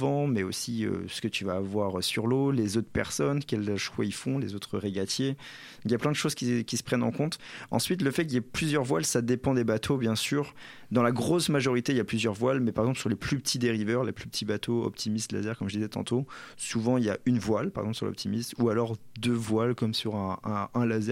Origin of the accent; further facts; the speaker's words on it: France; moved away; moi, je vois ça en tant que français